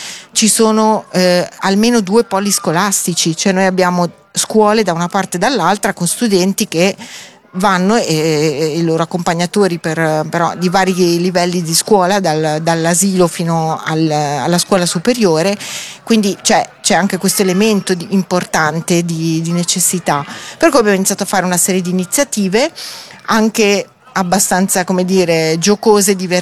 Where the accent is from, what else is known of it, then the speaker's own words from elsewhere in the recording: Milan, Lombardy, Italy; born there; io sono nata in Bovisa